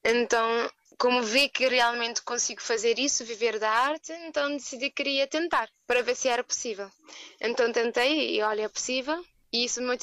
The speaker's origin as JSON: {"language": "Portuguese", "country": "Cape Verde", "said": "sou de Cabo Verde."}